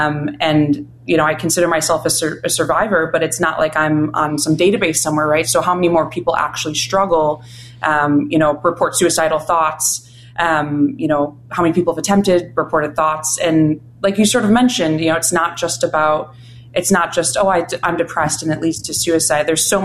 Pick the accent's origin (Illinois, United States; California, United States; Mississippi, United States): Illinois, United States; Oak Park; moved away as an adult; I grew up in Oak Park, Illinois.